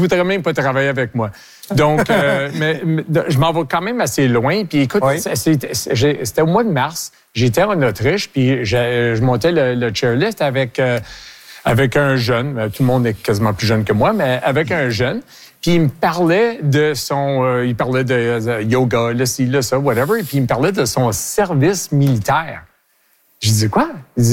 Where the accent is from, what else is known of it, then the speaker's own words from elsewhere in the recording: Quebec, Canada; je suis fier québécois. Je suis, mais j'ai été né ici. Mes parents ont été nés ici. Mes grands-parents ont été nés ici. J'ai été éduqué en français.